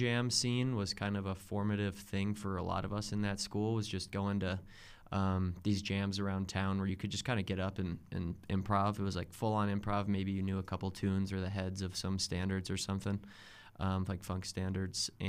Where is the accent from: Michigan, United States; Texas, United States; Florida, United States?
Michigan, United States; moved away as an adult; now in Colorado, United States; come from Michigan originally, and I've been out here in Colorado for 10 years now.